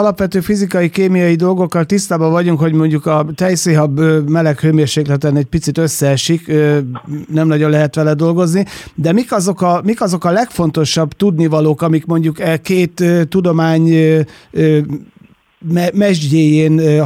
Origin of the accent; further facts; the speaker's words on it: Zala, Hungary; én is zalai gyerek vagyok